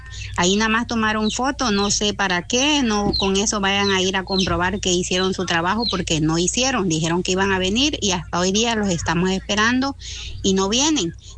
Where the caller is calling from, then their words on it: Mexico; aquí los estamos esperando en el ejido Narciso Mendoza.